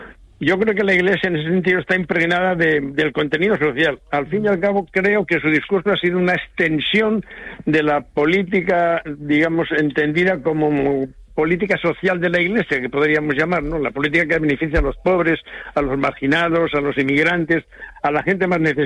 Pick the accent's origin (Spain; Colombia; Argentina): Spain; no solo tienen validez para nosotros como españoles